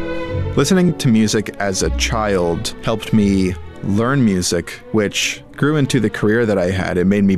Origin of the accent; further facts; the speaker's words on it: Niskayuna, New York, United States; now in New York City, United States; I'm originally from Niskayuna, and I live in New York City currently.